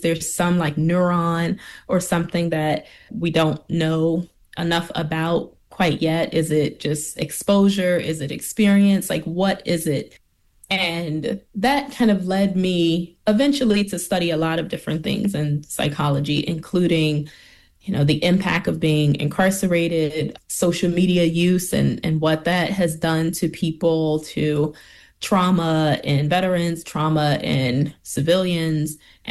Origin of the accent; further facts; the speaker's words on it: Washington, District of Columbia, United States; I grew up in Washington, D.C., in sort of like the outskirts, the border of Northeast D.C. and Prince George's County.